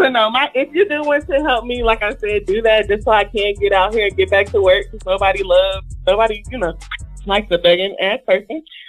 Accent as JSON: {"language": "English", "town": "Houston", "region": "Texas", "country": "United States", "said": "I'm from Houston, Texas, period."}